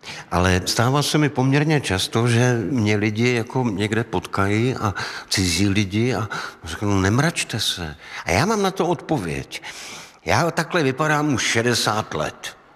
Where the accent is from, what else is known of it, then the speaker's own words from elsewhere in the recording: Olomouc, Olomouc Region, Czechia; protože jsem ze severní Moravy, jsem z Olomouce, tak pro mě tenhle ten počin, audio počin měl velký význam.